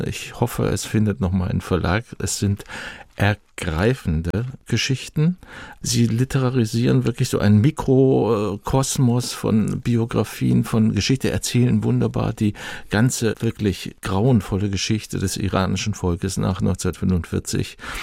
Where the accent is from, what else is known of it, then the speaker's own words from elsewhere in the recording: Germany; Es liest sich als Deutscher natürlich auch erschreckend